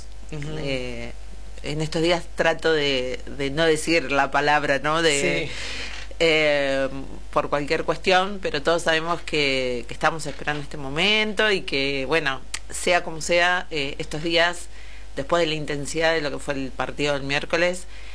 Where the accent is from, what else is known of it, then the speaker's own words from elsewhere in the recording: Argentina; Como argentinos y argentinas